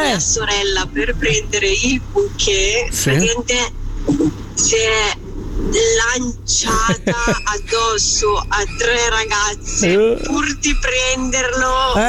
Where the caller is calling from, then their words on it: Como, Lombardy, Italy